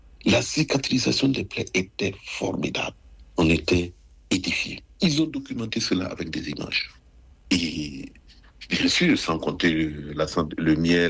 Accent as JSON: {"language": "French", "country": "Burkina Faso", "said": "mes amis même étaient même venus chez moi au Burkina"}